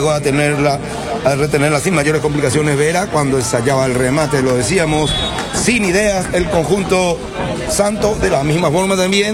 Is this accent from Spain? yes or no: no; Paso Santa Cruz, Concepción, Paraguay; Muchas gracias a toda la familia, yo soy de Paso Santa Cruz, ¿no?